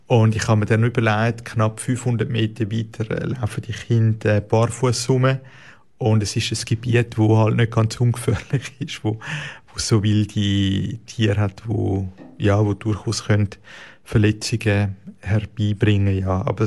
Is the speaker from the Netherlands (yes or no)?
no; Switzerland; wo eigentlich wie bei uns in der Schweiz nicht gross zu unterscheiden, wo sehr ähnlich ist.